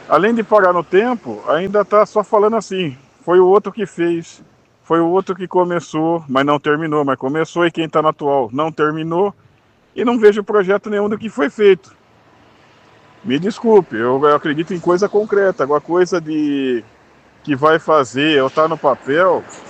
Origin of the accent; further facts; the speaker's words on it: Igaraçu do Tietê, São Paulo, Brazil; moved away; eu só tenho saudade da minha terra natal, aí, que é Igaraçu do Tietê, eu gostaria que ela crescesse, porque do tempo que eu saí daí, a cidade está a mesma coisa